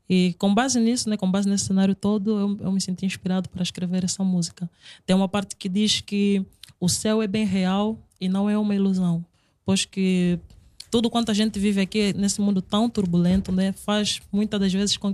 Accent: Angola; born there; also born or lived in São Tomé and Príncipe; fui para Angola quando muito pequeno, tipo, fui para Angola com 9 anos.

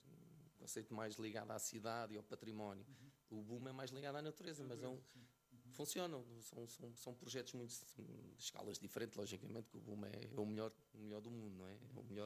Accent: Fundão, Centro, Portugal; born there; eu sou do Fundão.

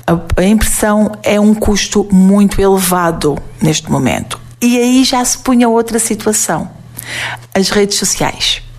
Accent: Avis, Alentejo, Portugal; é o meu conselho, é a minha terra.

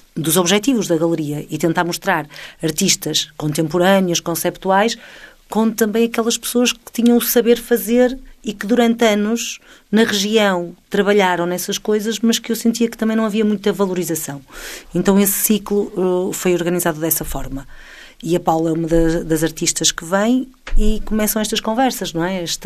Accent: Porto, Portugal; also born or lived in Mirandela; eu nasci em Mirandela e vim viver aqui para a cidade aos 89 anos de idade e, enquanto vivia no Porto, os meus avós transmontanos também tinham esta sensação, não é? Eu sentia-me transmontana, eu nasci em Trás-os-Montes.

